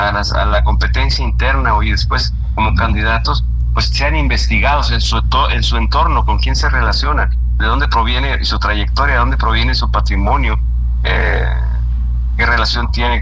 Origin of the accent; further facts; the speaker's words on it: Chihuahua, Mexico; Eso somos los chihuahuenses